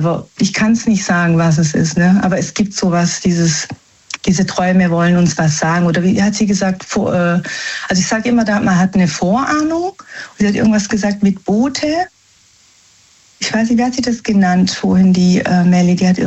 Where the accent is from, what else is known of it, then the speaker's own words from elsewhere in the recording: Germany; born there; Also wir sind eigentlich Italiener, ne? Also in Deutschland geboren. Also italienische Familie.